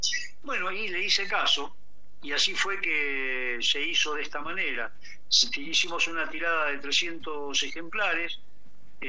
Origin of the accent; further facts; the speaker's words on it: Punta Lara, Buenos Aires Province, Argentina; yo soy de Punta Lara